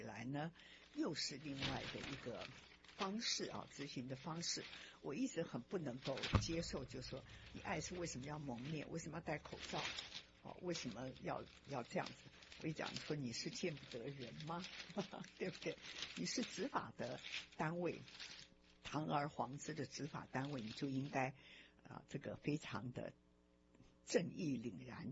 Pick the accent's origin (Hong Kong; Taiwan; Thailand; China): Taiwan; born there; 我说我是在台湾出生的中国人我是台湾人也是中国人，我是在台湾出生的中国人